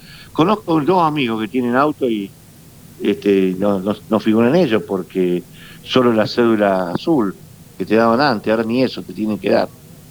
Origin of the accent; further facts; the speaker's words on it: Argentina; Yo como argentino también tengo derecho a pedir que no me jodan la soberanía.